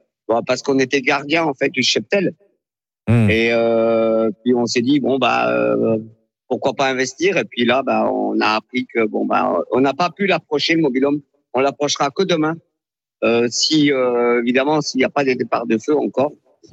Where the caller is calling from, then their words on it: Lège-Cap-Ferret, Nouvelle-Aquitaine, France; On est à Lesch-Bourg, chemin du Grand Housteau, c'est-à-dire en pleine forêt, en fait. Parce qu'on a un élevage d'animaux.